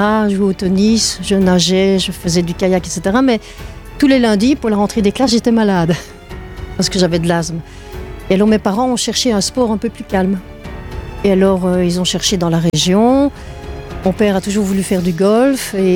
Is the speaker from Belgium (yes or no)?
yes; Verviers, Wallonia, Belgium; also born or lived in near Ronse/Tournai, Belgium (birthplace); now in Jalhay, Belgium; Mais j'habite ici depuis l'âge de 2 ans, à Verlet.